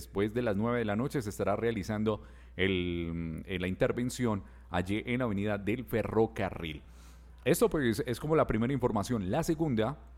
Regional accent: Colombia

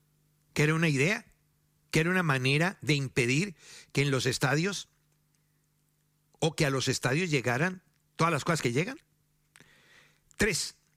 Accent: Bogotá, Colombia; born there; porque nací en Bogotá, no puedo entrar a los estadios de Medellín

